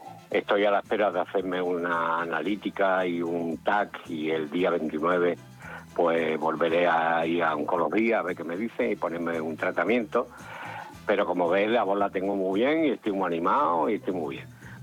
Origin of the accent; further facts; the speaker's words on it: Nerja, Andalusia, Spain; born there; en esa habitación nacimos todos, mis hermanos y yo, porque nacimos todos aquí en Nerja, no fuimos a ningún hospital ni nada. Mi madre nos tuvo todo ahí